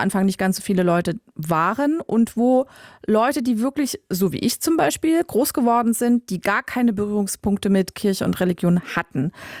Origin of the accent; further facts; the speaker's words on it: Saxony, Germany; ich selbst als Sächsin